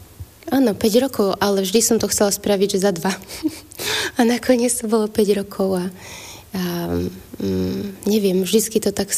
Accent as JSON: {"language": "Slovak", "town": "Banská Bystrica", "region": "Banská Bystrica Region", "country": "Slovakia", "also_born_or_lived": "Prague", "moved": "yes", "lives_now": "Banská Štiavnica, Slovakia", "said": "A teraz som skončila, alebo začala na strednom Slovensku, veľmi blízko toho, kde som sa narodila, v Banskej Štiavnici, no ja som z Banskej Bystrice, hrdá Bystričanka"}